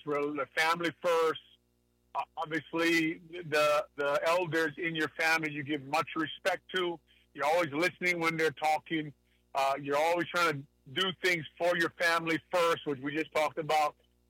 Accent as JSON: {"language": "English", "region": "Hawaii", "country": "United States", "tie": "born or raised there", "moved": "as an adult", "said": "I hadn't left the island a lot at that time. I grew up in Hawaii. I considered myself a real island boy at that time. I still consider myself an island boy"}